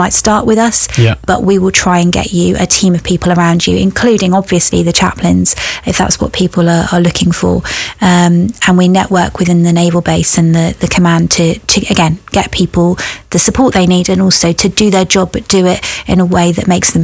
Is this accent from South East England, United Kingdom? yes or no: no; Plymouth, South West England, United Kingdom; born there; And I was born in Plymouth, but my dad's Cornish, so I am totally impartial.